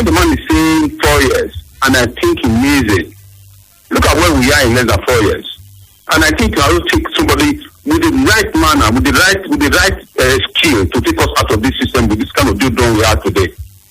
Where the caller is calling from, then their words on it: Benin City, Edo, Nigeria; I'm calling from Benin.